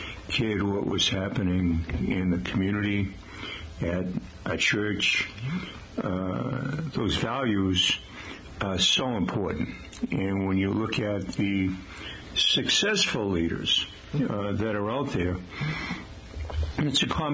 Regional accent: Taunton, Massachusetts, United States; the Portuguese village here in Taunton on Purchase Street, the street right behind where I grew up on Benefit Street.

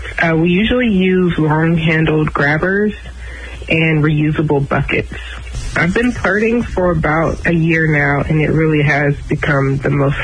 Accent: Atlanta, Georgia, United States; I'm from Atlanta, Georgia.

